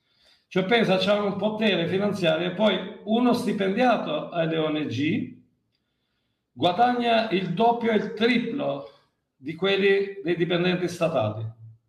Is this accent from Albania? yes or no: yes; Albania; perché io sono albanese, ma quella non era una guerra di liberazione assolutamente, io sono tra pochi albanesi che l'ho detto da 20 anni questa